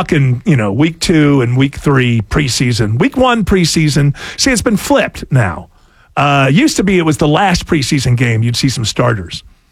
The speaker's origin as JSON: {"language": "English", "country": "United States", "said": "as an American"}